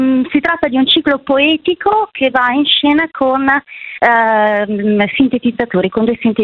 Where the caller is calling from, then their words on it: Milan, Lombardy, Italy; di Milano